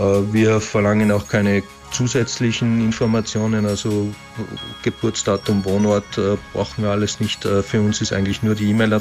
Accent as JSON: {"language": "German", "town": "Schladming", "region": "Styria", "country": "Austria", "also_born_or_lived": "Vienna", "said": "Ich komme aus Schladming in der Steiermark, Österreich"}